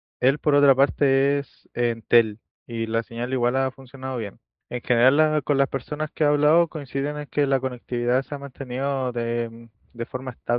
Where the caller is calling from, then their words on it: Paihuano, Coquimbo, Chile; Hola, los saludos desde la comuna de Paihuano, ubicada en el corazón del Valle del Elqui.